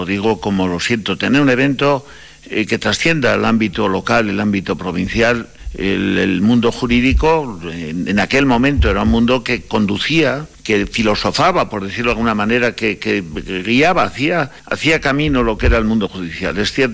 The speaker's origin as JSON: {"language": "Spanish", "town": "Sarria", "region": "Galicia", "country": "Spain", "said": "cuando voy hablo de que soy de Sarria, sin decir que soy alcalde"}